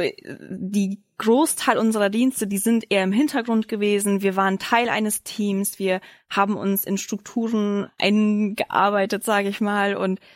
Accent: Cologne, North Rhine-Westphalia, Germany; Vor allem bei uns in Köln ist das ja auch noch mal so ein größeres Thema

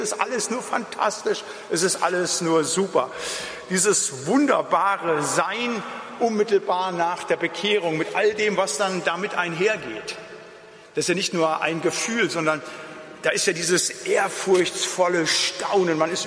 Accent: Bad Laasphe, North Rhine-Westphalia, Germany; Ich weiß noch, wir hatten damals eine Evangelisation bei uns in Bad Laase mit Wolfgang Vorländer.

